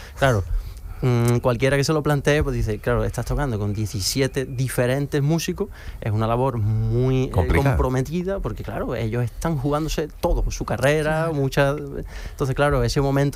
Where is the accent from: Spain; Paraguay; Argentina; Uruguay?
Spain; San Roque, Andalusia; Sí, yo soy de San Roque y pueblecito del Campo de Libertad, y claro, yo empecé desde muy chiquitito